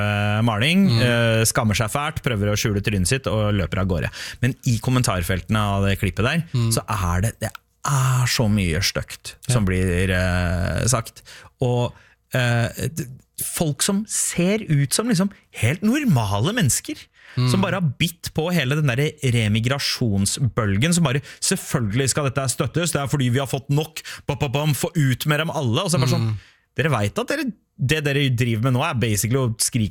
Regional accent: Oslo, Norway; born or raised there

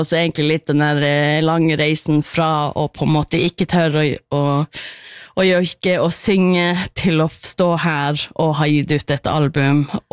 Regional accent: Karasjok, Finnmark, Norway; jeg vokste opp i Karasjok

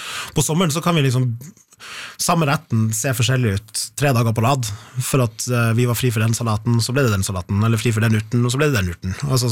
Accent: Sigerfjord, Nordland, Norway; Og da flytta liksom to av sønnerne til Sigerfjorden der jeg er fra, og tok med seg blant annet det huset jeg bor i, og flytta til Sigerfjorden.

